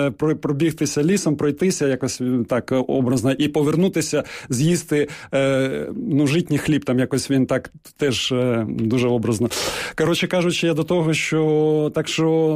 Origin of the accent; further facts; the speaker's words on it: Kyiv, Ukraine; born there; Що я, наприклад, народився в Києві, але чомусь люди шаблонно думають, ну, якщо я тут живу там чи народився, то я все знаю.